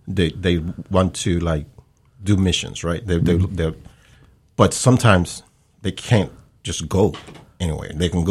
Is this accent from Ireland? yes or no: no; Puerto Rico; also born or lived in New York; now in Florida, United States; But then they moved back to Puerto Rico. So I grew up in Puerto Rico.